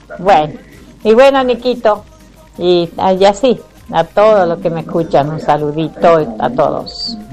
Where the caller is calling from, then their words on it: Junín de los Andes, Neuquén, Argentina; Saludo a todo mi pueblo de Junín de los Andes